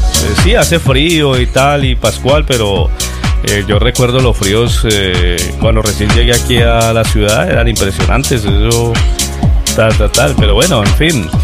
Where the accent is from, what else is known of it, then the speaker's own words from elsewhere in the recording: La Cumbre, Valle del Cauca, Colombia; now in Spain; al sur de Cali se encuentra mi pueblito donde yo nací, que es La Cumbre. Cuando yo era pequeño, jovencito, inclusive cuando yo me vine para acá, para España